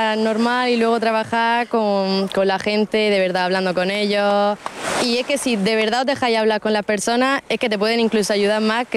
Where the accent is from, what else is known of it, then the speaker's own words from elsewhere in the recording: Cartagena, Region of Murcia, Spain; Yo de Cartagena.